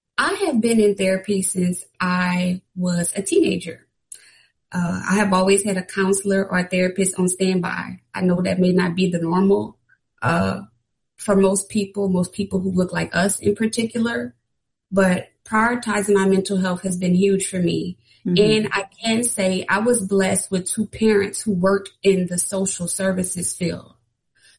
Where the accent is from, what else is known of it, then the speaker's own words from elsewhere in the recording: Louisiana, United States; I was born and raised in Acadiana, which is around 50 minutes from Southern University, where I currently reside in Lafayette, and I am a proud graduate of Southern University.